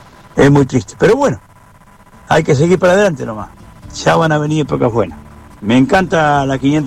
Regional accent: Tapalqué, Buenos Aires Province, Argentina; born there; now in Azul, Argentina; Soy un camionero, estoy acá en Trenquelauque, ¿no? Ando continuamente en ruta, bueno, soy de Azul. Yo me acuerdo entre el gobierno de Menem y el gobierno de Onganía, yo era chico. Empezaron a levantar vía y yo me acuerdo, qué lástima, soy nacido en Tapalquí

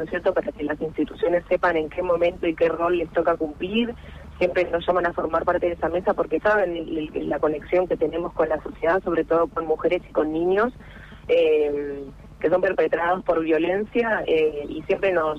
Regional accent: Santa Cruz, Argentina; now in El Maitén, Argentina; No, yo soy santacruceña y me fui a Maitén por cuestiones familiares, digamos, para cambiar de vida me quería ir a vivir en la cordillera.

